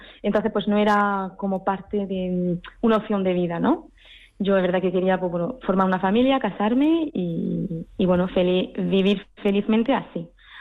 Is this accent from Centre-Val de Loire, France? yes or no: no; Paris, Île-de-France, France; moved away as an adult; soy francesa, mi padre es francés, mi madre española, murciana, y yo nací en París y viví ahí hasta, pues, hasta los 22 años, hasta que entré al convento